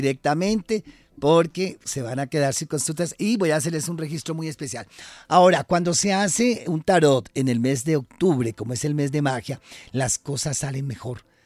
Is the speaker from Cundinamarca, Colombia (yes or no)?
yes; Facatativá, Cundinamarca, Colombia; Entonces, yo soy de Faca.